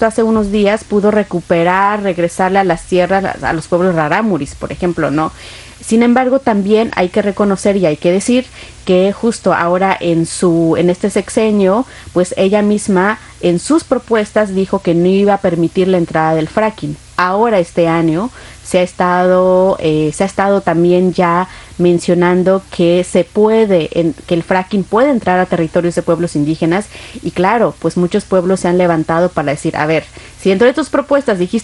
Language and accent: Spanish; Mexico; creo que es la primera presidenta mujer que tenemos en México.